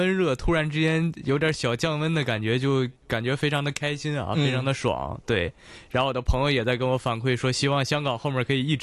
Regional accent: Tianjin, China; moved away as an adult; now in Hong Kong; 我是来自香港都会大学会计专业的大四学生，

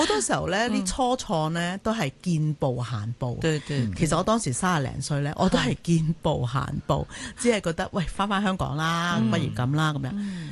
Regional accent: Guangdong, China; 因为后来我去到宁波啦，咁啊有啲老太太啦，咁嗰时候就好得意啦，我就开始识得咧，哦，原来人同人嘅沟通咧，都有啲我哋广东人叫收买啊嘛

